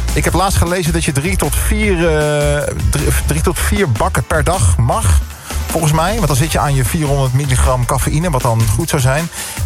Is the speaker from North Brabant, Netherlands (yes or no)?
yes; North Brabant, Netherlands; Want ik kom uit Brabant.